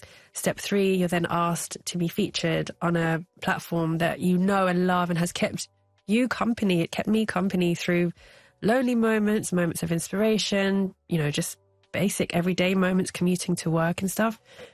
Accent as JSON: {"language": "English", "region": "London", "country": "United Kingdom", "tie": "born or raised there", "said": "Growing up in London as someone of Indian heritage, but completely British as well, British, quote unquote, I found that I was always having to kind of hide parts of myself to feel accepted."}